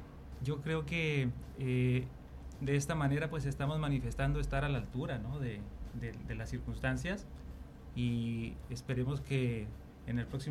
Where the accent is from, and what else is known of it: Mexico